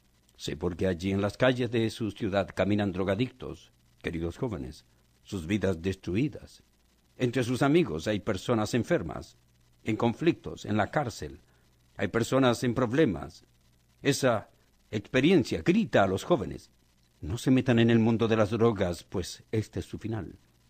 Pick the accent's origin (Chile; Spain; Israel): Chile; en mi país, en Santiago, la capital de Chile.